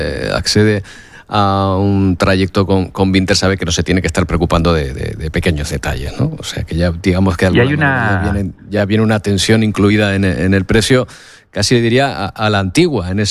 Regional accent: Canary Islands, Spain; con otros muchos productos que nos identifican, sí, a los canarios

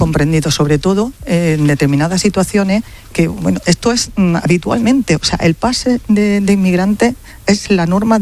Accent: Ceuta, Spain; en Ceuta la población, la verdad es que casi nos conocemos todos, o por lo menos, desde luego, de vista nos conocemos

